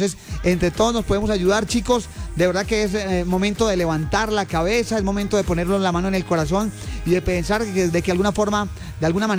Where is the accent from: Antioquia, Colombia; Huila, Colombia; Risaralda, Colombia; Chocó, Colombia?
Risaralda, Colombia; Pereira; moved away; la mayoría saben que yo soy de Pereira.